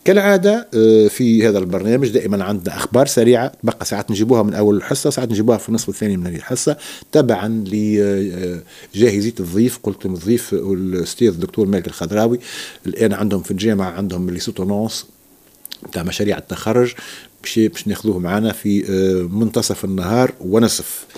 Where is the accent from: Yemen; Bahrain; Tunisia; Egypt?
Tunisia; أنا كمواطن تونسي